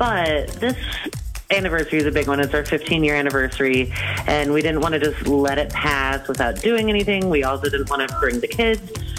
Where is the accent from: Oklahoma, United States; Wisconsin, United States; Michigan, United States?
Wisconsin, United States; Madison; I'm from Madison.